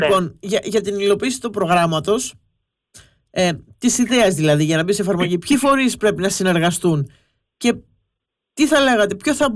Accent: Argos, Peloponnese, Greece; moved away; Καλησπέρα μας στο Άργος, που είναι και η ιδιαίτερη πατρίδα μου

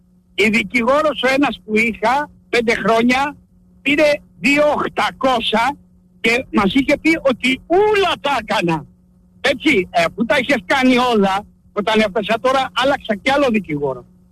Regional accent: Keratsini, Attica, Greece; now in Thessaloniki, Greece; Εγώ είμαι από το Κερατσίνι. Είχα τσιχαδώσει. Είχα μια εταιρεία security, την έκλεισα, τελείωσε. Έτσι, και ανέβηκα πάνω στη Θεσσαλονίκη.

